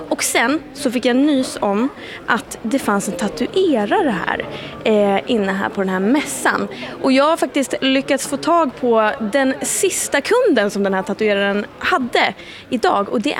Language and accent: Swedish; Dalarna County, Sweden; vilket känns konstigt med tanke på att jag är uppvuxen i Dalarna.